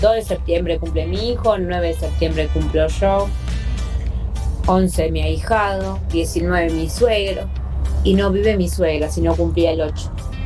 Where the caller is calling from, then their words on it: Villa Luzuriaga, Buenos Aires Province, Argentina; de Villa Luz Uriaga.